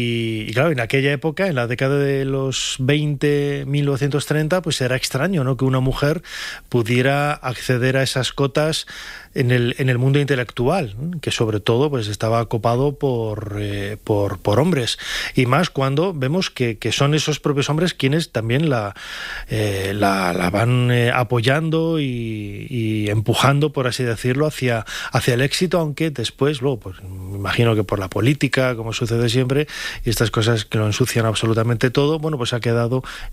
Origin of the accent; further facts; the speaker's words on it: León, Castile and León, Spain; born there; now in Madrid, Spain; yo que nací en León